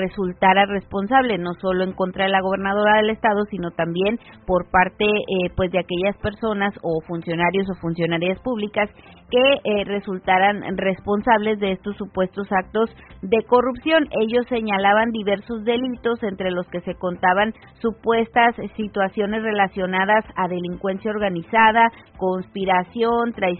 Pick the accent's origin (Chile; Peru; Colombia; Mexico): Mexico